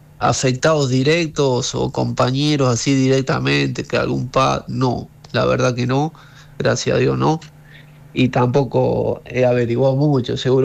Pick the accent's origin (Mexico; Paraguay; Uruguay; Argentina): Argentina; Laborde, Córdoba; moved away; also born or lived in San Juan, Argentina; Yo soy de Córdoba, de Laborde, al sur, pero como te digo, viví en San Juan, que es una zona relativamente sísmica